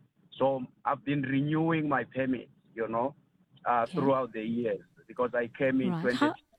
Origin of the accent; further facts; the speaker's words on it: Malawi; moved away as an adult; now in Pretoria, South Africa; I'm originally from Malawi. I came here some years ago to study